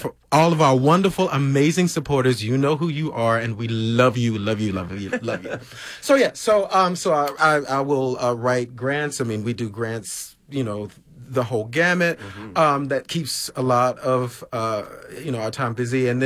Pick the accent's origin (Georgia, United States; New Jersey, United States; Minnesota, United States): Georgia, United States; Well, I will just tell you, I'm a Georgia boy.